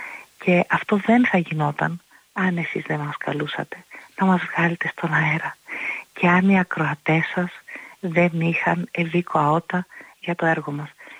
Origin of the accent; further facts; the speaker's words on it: Greece; για να είμαστε περήφανοι ως Έλληνες